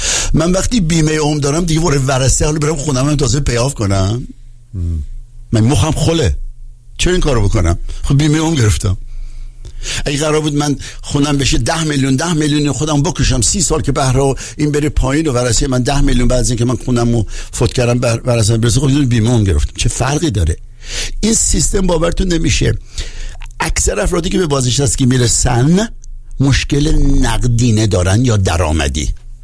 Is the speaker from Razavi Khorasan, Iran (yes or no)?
no; Tabriz, East Azerbaijan, Iran; born there; من متولد تبریزم